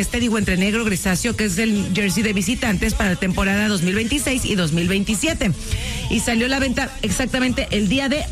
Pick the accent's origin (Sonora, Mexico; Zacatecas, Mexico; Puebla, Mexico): Sonora, Mexico; Nosotros venimos, yo vengo de Sonora.